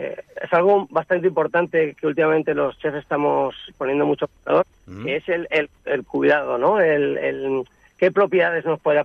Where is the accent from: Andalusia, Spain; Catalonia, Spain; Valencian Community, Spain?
Valencian Community, Spain; yo soy valenciano.